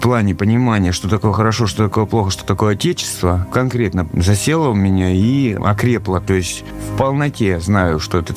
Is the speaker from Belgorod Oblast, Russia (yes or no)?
yes; Belgorod Oblast, Russia; Я сам коренной житель Белгородской области, я люблю нашу землю, нашу природу, наших людей.